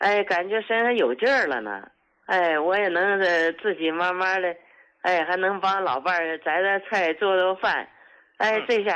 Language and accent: Chinese; Northeast China, China; 哎，胡老师，我是东北的一个患者。